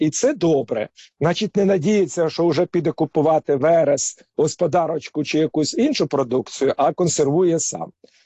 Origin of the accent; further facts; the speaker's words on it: Pryluky, Chernihiv Oblast, Ukraine; now in Kyiv, Ukraine; в тому числі в моїх рідних Прилуках